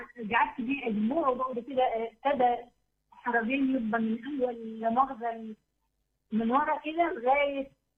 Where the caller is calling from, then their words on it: Mallawi, Minya Governorate, Egypt; أنا من المنيا